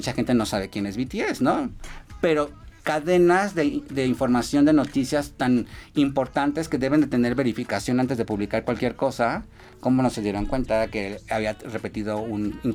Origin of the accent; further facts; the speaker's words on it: Mexico; no hay como las mexicanas, como los mexas